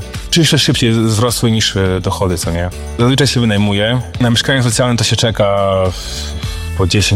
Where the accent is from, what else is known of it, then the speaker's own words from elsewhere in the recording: Brussels, Brussels-Capital Region, Belgium; My się tutaj wychowaliśmy, więc znamy język, więc się czujemy jak u siebie.